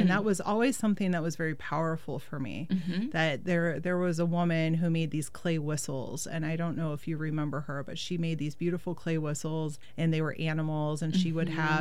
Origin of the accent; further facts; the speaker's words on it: Portland, Oregon, United States; I often joke that I was raised under the Burnside Bridge